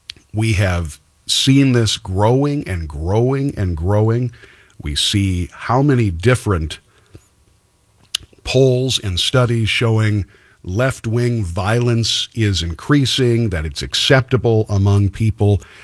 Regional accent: United States; just as an American

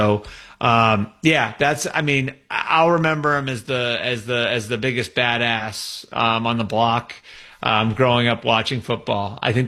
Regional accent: New England, United States; I was born in 1980, So, like, one of my earliest memories and growing up in New England

